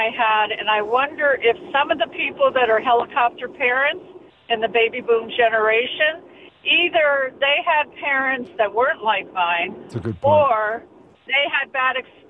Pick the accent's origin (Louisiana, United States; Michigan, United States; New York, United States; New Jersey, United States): New Jersey, United States; now in Plum Island, United States; My parents were from the Bronx, and they raised me in New Jersey, and they thought, in a little town